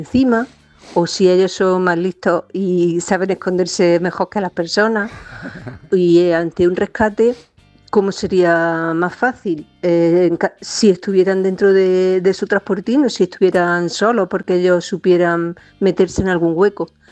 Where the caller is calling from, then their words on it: Granada, Andalusia, Spain; vivo en Granada